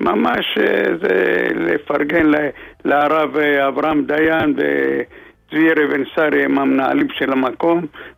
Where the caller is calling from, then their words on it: Jerusalem, Jerusalem District, Israel; אני מירושלים, מרמת שלמה.